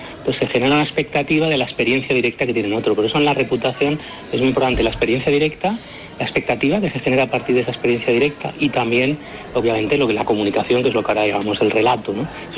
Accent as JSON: {"language": "Spanish", "country": "Spain", "said": "cosa que choca con la mentalidad de cómo somos los españoles en otras cosas, ¿no?"}